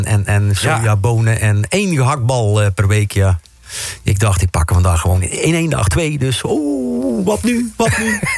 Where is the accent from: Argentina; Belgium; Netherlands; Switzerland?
Netherlands; Maaskantje, North Brabant; Ondanks dat ik uit Maaskantje kom.